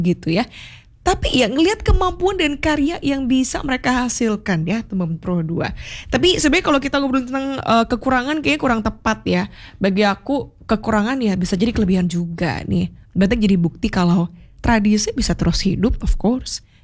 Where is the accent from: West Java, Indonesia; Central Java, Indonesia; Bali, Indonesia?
Bali, Indonesia; Tapi kamu kalau kita orang Bali yang ngomongnya cekrosoan dengang gitu ya.